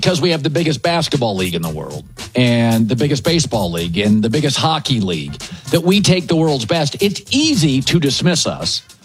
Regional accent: Pacific Northwest, United States; I grew up in the Pacific Northwest.

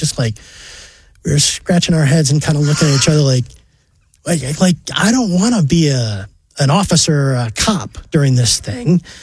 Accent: Swartz Creek, Michigan, United States; Well, I'm originally from Michigan.

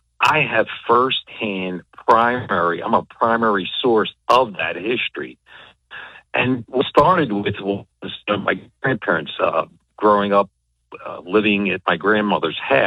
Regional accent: Philadelphia, Pennsylvania, United States; So once again, yep … born and raised in South Philly. And I definitely like to say, based on my Italian immigrant grandparents, all coming from Italy, both sides, paternal, maternal, settled in the Little Italy section of Philadelphia, where I was born and raised.

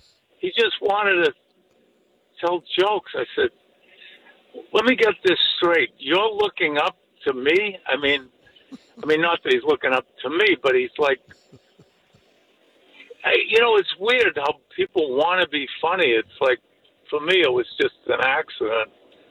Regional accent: Boston, Massachusetts, United States; born there

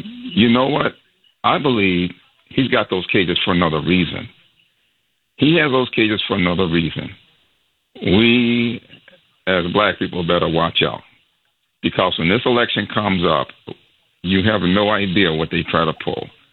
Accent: Harvey, Illinois, United States; because I'm from the Harvey area

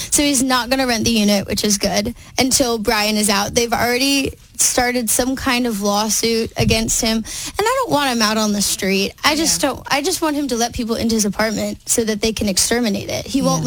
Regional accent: New York, United States; accent: New York; I don't know. I'm from New York. It's fine.

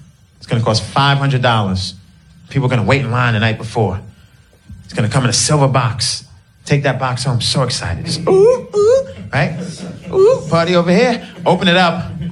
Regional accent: New York City, New York, United States; now in Los Angeles, United States; I'm a New Yorker, so it's weird. People still think I live in New York, but I do live in LA and I miss New York.

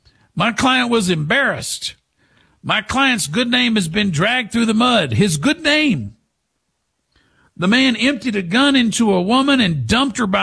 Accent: Texas, United States; I'm from Deep East Texas. We don't say aunt like … or an aunt pile. We say ain't.

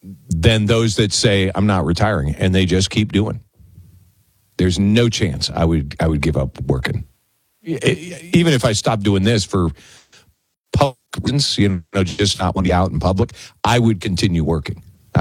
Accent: Minnesota, United States; I grew up in Minnesota.

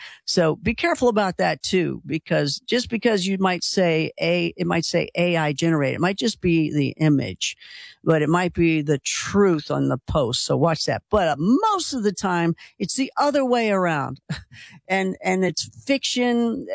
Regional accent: Philadelphia, Pennsylvania, United States; Yeah, I'm Philly, yeah.

